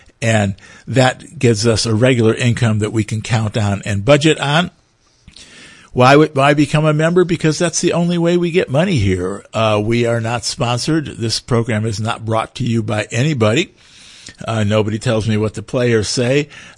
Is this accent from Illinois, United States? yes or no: yes; Chicago, Illinois, United States; now in California, United States; I've been listening to it as a kid growing up in Chicago.